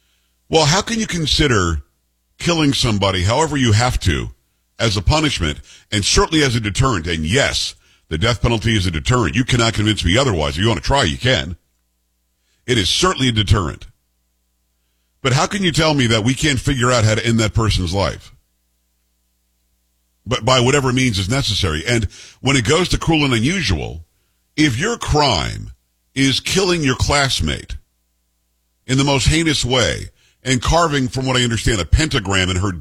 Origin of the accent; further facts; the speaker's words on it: Florida, United States; What happened to the electric chair, which was happening where I grew up in Florida?